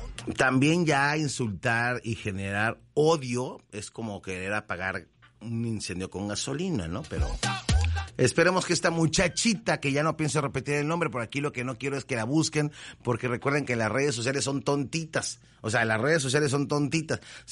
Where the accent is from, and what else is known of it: Mexico